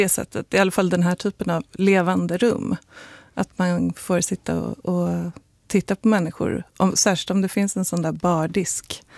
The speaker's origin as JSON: {"language": "Swedish", "country": "Sweden", "said": "jag talade inte om att jag var svensk"}